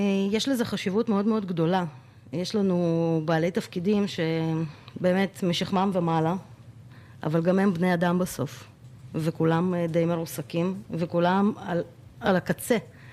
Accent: Turkmenistan; now in Israel; אני בכלל עליתי ב-91, אני לא נולדתי ב... מאיפה? מטורקמניסטן

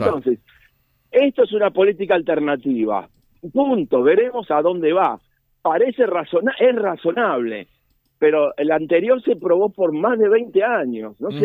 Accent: Argentina

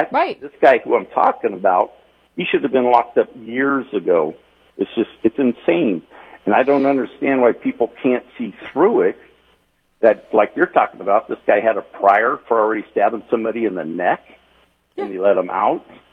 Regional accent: Salinas, California, United States; I'm 66 years old. I'm born and raised in Salinas

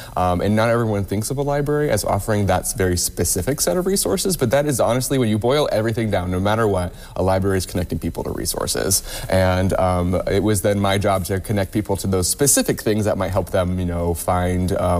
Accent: Coldwater, Ohio, United States; also born or lived in 419 area code, northwest Ohio; I actually spent most of my life so far in the 419. I was originally from a small town called Coldwater, Ohio.

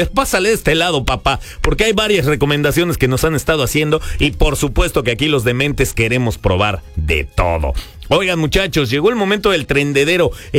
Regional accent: Mexico City, Mexico; Pues sí, somos chilangos. Y al final, pues ya saben, o sea, sí. Yo sí crecí en un huacal de aguacates o de jitomates, en cualquier pulcata que se puedan imaginar. O sea, orgullosamente.

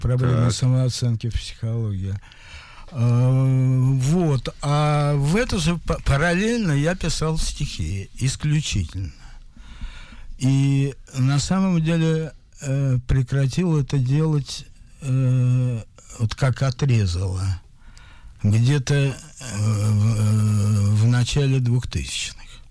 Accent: Moscow, Russia; Я родился в Москве, учился в замечательной второй школе

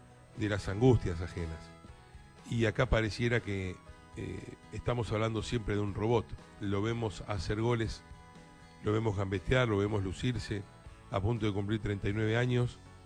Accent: Argentina; más que como argentino

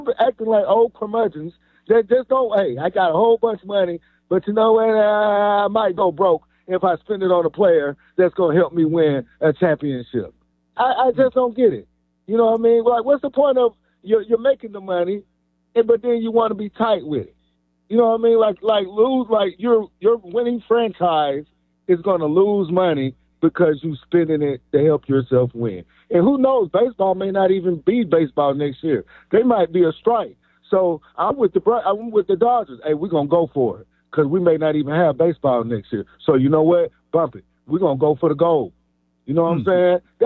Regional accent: Atlanta, Georgia, United States; Like, I'm from Atlanta, and I love my Braves.

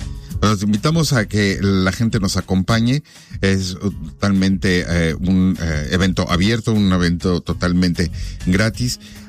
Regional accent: Mexico; now in Omaha, United States; que podemos compartir lo que tenemos como mexicanos, porque bueno, pues ya el lugar tradicional y ícono de la ciudad de Omaha es el sur de Omaha

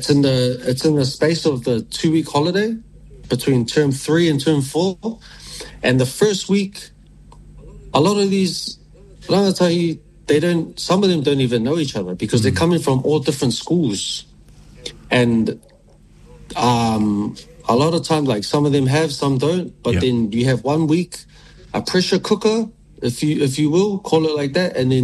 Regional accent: Grey Lynn, Auckland, New Zealand; born and raised in Grey Lynn. In my Nuean household, with my nana, my pop, my uncle, my other uncle, my mom, my dad, my cousin, my other cousin, the dog

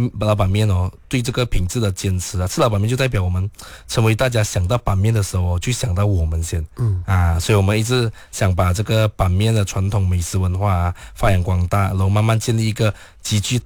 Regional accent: Malaysia; 因为我们马来西亚人嘛，其实不是吃面就是吃饭嘛

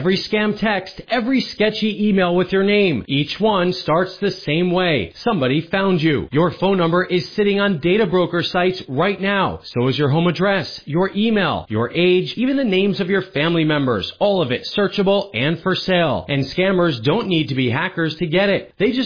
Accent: New Jersey, United States; If I had access to tools like this when I was an 11-year-old, 12-year-old, 13-year-old growing up in New Jersey as a somewhat creative child

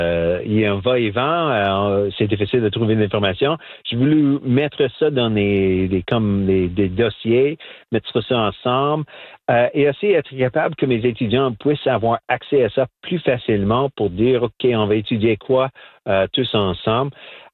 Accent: Saskatchewan, Canada; French is a second language; il faut pas oublier que je viens de Saskatchewan, d'une Première Nation, et très peu de Français là-bas dans les plaines, plus à Winnipeg, mais moins en Saskatchewan.

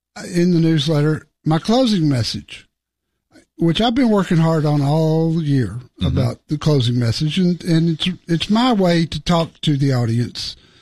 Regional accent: Texas, United States; born there; I was born in Texas. I never heard that.

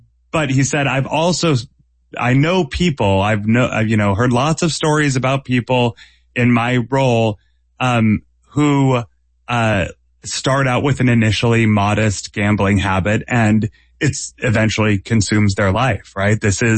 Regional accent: Massachusetts, United States; I grew up in Massachusetts, so I have the New England sports fan

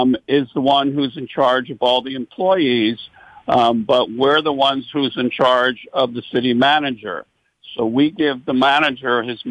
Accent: North Miami Beach, Florida, United States; I grew up in North Miami Beach. I was there since I'm 6 months old, and I participated in Optimist my whole life

